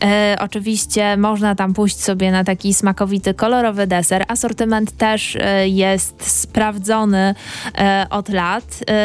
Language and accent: Polish; Silesian Voivodeship, Poland; moja rodzinna okolica także w takie miejsca obfituje, a szczególnie piękne malownicze miasto Gliwice